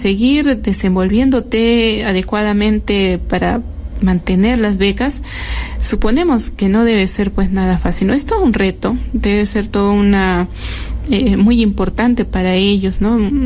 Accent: Peru

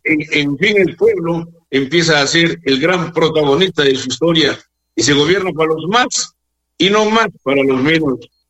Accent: Peru; que da vergüenza hasta decir que somos peruanos, señores.

